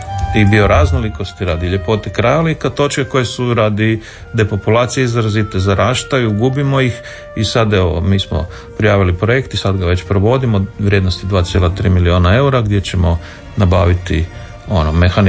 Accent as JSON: {"language": "Croatian", "town": "Zagreb", "region": "City of Zagreb", "country": "Croatia", "tie": "born or raised there", "said": "U Zagrebu, da, da, djetinjstvo sam u Trnju na Savici u ulici, ja mislim da je to jedna ulica u Zagrebu, zamislite, jedini kućni brojevi su 42 i 44, Miljackina ulica"}